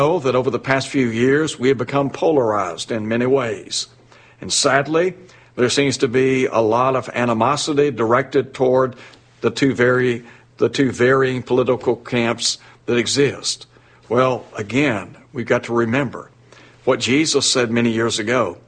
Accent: United States; we're still American people. We are citizens in this country.

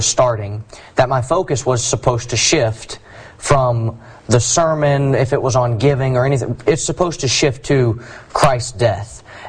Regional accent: Southaven, Mississippi, United States; now in Somerville, United States; I'm from South Haven, Mississippi. I preach now in the Somerville, Tennessee area, the Somerville Church of Christ, and I've been there going on 3 years this September.

